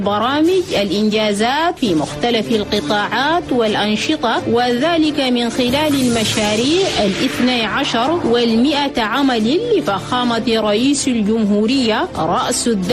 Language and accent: Arabic; Chad; عاداتنا وتقاليدنا وقيمنا التشادية ودائما خلي يكون بيناتنا نشر هنا رسالة ثقافة السلام والتعايش السلمي لأن بلدنا تشاد كان زمان الناس يرفوه بالحروب وعدم الاستقرار